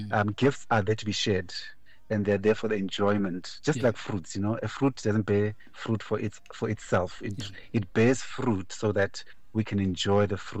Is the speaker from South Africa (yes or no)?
yes; South Africa; first language Venda; English is a second language; in my mother language, mother tongue, Chivenda